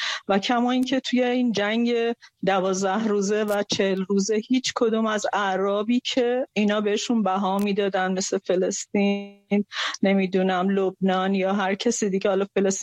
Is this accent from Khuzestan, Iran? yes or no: yes; Khuzestan, Iran; با این حال که خودم خوزستانیم، خیلی از فامیلام تو خوزستانن